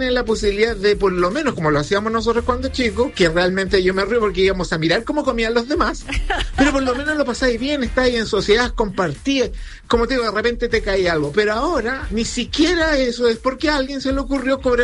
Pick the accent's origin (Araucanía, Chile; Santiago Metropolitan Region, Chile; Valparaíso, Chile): Santiago Metropolitan Region, Chile; Ñuñoa; Yo soy de Ñuñoa, nos llevaban a las fondas de Ñuñoa